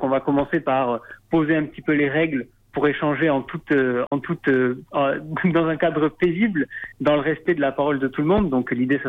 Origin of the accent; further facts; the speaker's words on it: Argelès valley, Occitanie, France; moved away as an adult; also born or lived in Paris; Moi, je dois tout à la vallée d'Argelès, j'ai grandi, j'ai fait mon collège, mon lycée, mon école primaire. Maintenant, j'ai de la famille à Lourdes. Je suis venu à Paris pour les études.